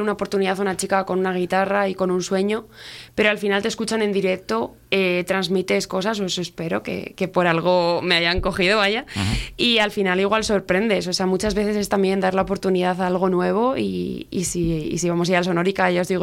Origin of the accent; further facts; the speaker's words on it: Laredo, Cantabria, Spain; now in Gama, Spain; soy de aquí, de este pueblo tan bonito, de Laredo. Y vivo actualmente en Gama, pero bueno, la verdad es que menos en Gama, estoy en cualquier lado, en Santander